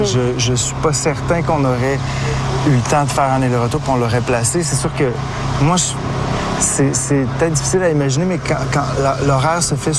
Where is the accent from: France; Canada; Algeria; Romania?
Canada; Chicoutimi, Quebec; Mais j'ai des souvenirs merveilleux, surtout de mon enfance, mon adolescence au Saguenay-Lac-Saint-Jean.